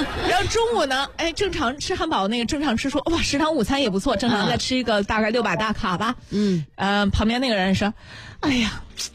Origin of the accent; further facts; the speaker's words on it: China; 我们中国人